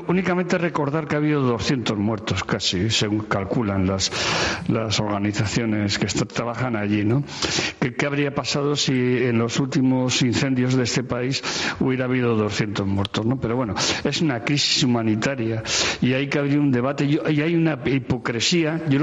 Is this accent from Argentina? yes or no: no; Madrid, Community of Madrid, Spain; born there; yo nací en Madrid de casualidad